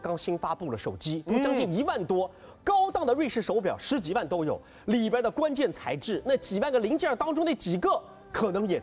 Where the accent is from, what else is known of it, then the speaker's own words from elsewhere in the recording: Shanghai, China; 我们上海人做菜还特别要把锅子洗干净。